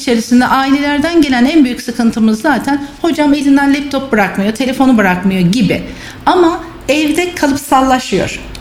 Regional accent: Kayseri, Turkey; Aslen Kayseriliyim. Eşim asker. Biz yıllarca gurbet gezdikten sonra kendi memleketimiz olan Kayseri'ye döndük.

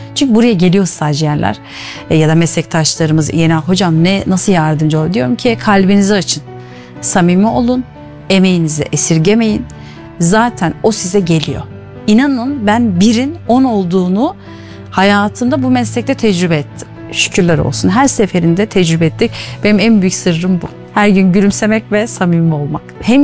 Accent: Kayseri, Turkey; Yani biz de burada çevre çok. İşte Kayseri'nin yerlisiyiz, yirlisiyiz.

